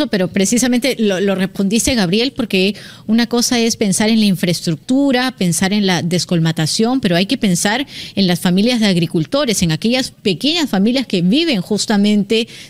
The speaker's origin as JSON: {"language": "Spanish", "country": "Peru"}